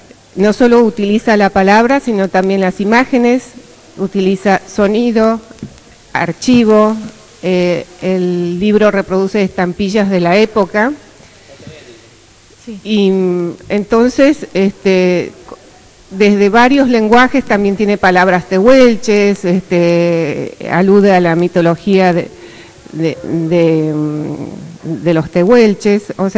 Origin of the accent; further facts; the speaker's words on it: Santa Cruz, Argentina; also born or lived in Córdoba; haberme criado acá en la Patagonia. Y en una de las canciones dice que yo nací por cesárea, ¿no? Nací en Córdoba, por eso mi mamá me tuvo en Córdoba